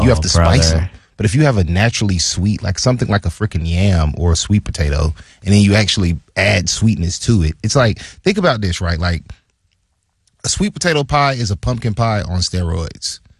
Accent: the South, United States; I feel like anybody who likes pumpkin pie has never had a sweet potato pie, because I'm from the South.

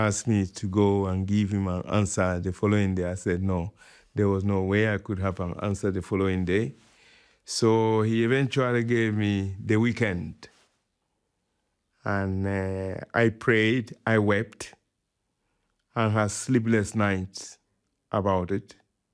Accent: Kaleo, Upper West, Ghana; born there; moved away; Yes, I'm a Dagara or a Dagao.

